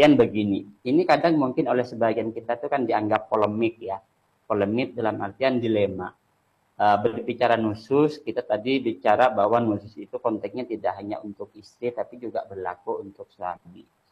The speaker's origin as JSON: {"language": "Indonesian", "area": "Madura", "region": "East Java", "country": "Indonesia"}